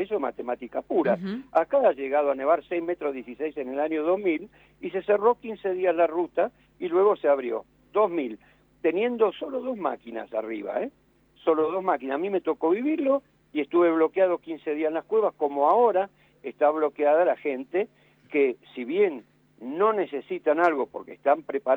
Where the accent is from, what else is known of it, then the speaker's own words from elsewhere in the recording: Argentina; Nosotros como argentinos